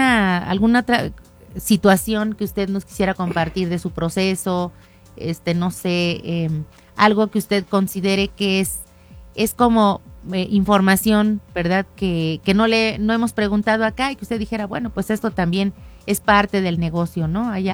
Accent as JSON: {"language": "Spanish", "town": "Zimapán", "region": "Hidalgo", "country": "Mexico", "said": "yo soy de Zimapán, mi mamá allá en Zimapán tenía una maquiladora pequeña, ¿verdad?"}